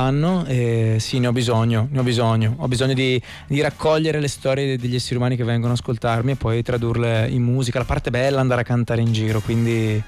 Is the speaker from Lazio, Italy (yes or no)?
no; Brescia, Lombardy, Italy; siamo tutti di Brescia